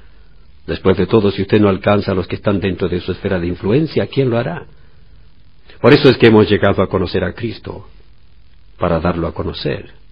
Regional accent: Punta Arenas, Magallanes and Chilean Antarctica, Chile; Puede ser mi ciudad natal, Punta Arenas.

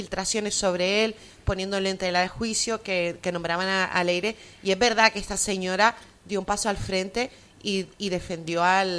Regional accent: Canary Islands, Spain; Yo soy aldeano, gran canario y canario. Coño, viva Canarias.

